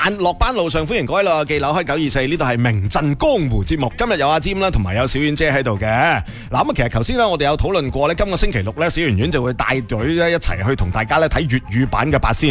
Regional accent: Guangdong, China; 我哋广东人咁难得先有一部广东话嘅动画，

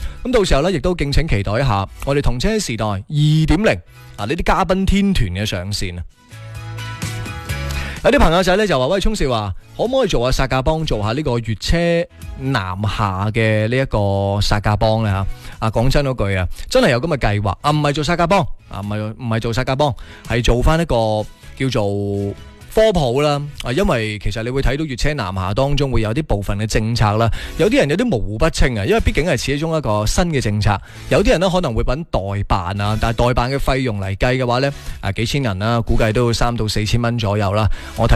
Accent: Zhanjiang, Guangdong, China; moved away; 喺湛江打卡喎，喺我乡下喎

